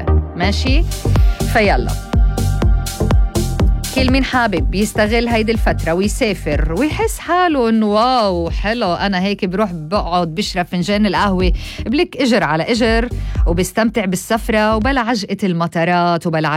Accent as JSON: {"language": "Arabic", "country": "Lebanon", "said": "انا لبنانيه."}